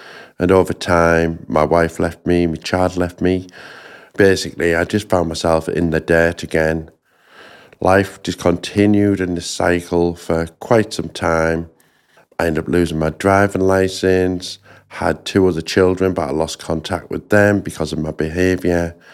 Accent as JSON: {"language": "English", "town": "Hartlepool", "region": "North East England", "country": "United Kingdom", "tie": "born or raised there", "said": "I was born and raised in Hartlepool. I was one of four siblings."}